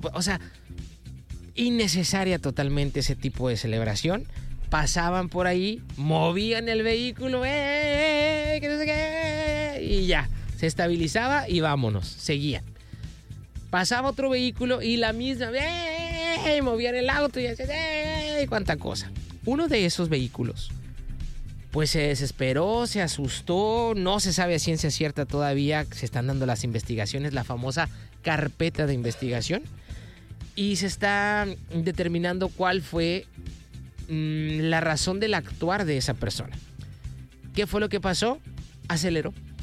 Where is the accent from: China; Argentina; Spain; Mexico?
Mexico; Aquí lo malo es nosotros como cultura mexicana celebramos de una manera muy... sin medir consecuencias.